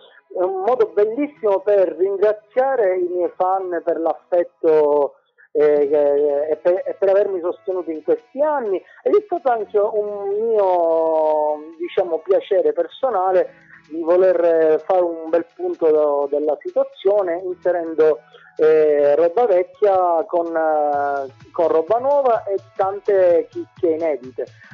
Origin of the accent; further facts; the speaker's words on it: Palermo, Sicily, Italy; accent: Palermitano; L'accento palermitano doc.